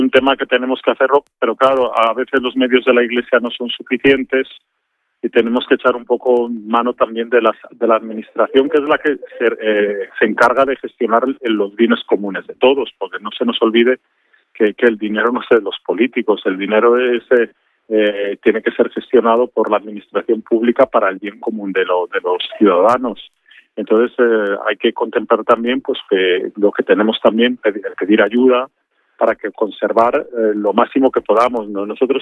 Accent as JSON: {"language": "Spanish", "town": "Salamanca", "region": "Castile and León", "country": "Spain", "said": "yo que vengo de Salamanca, descubrir todo esto aquí de Tui, descubrir Oia, descubrir Bayona, Vigo"}